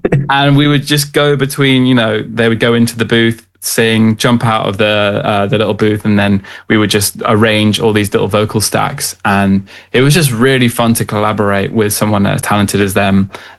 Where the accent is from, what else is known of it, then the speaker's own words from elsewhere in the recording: Devon, South West England, United Kingdom; moved away; originally I was from Devon